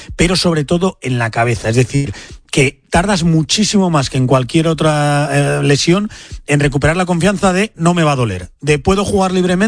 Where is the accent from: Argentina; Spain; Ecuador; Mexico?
Spain